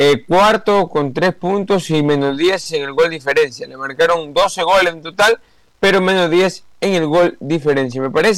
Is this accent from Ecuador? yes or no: yes; Ecuador